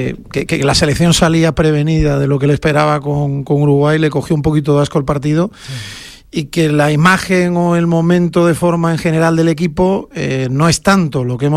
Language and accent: Spanish; Torrelavega, Cantabria, Spain; born there; also born or lived in Seville, Spain; No, yo nací en Torrelavega, nací en Cantabria.